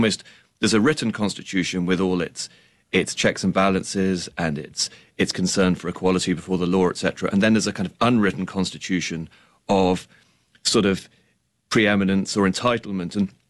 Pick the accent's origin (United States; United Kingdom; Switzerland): United Kingdom; Yeah, I mean, people always expect me as a Brit to be an expert on the royal family, which I'm not.